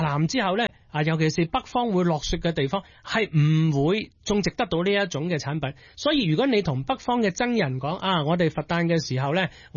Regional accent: Hong Kong

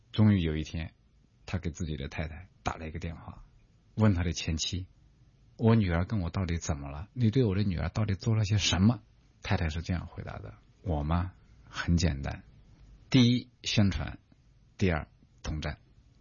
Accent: China; 我们中国人

